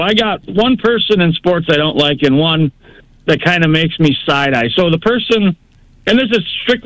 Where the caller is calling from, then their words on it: Wisconsin, United States; I'm from just south of Eau Claire. I'm like 60 minutes from Myron.